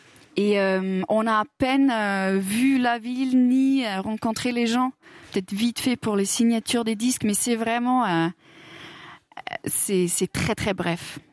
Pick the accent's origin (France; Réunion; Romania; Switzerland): Switzerland; Lucerne; Et par exemple, chez moi à Lucerne, il n'y a pas ça.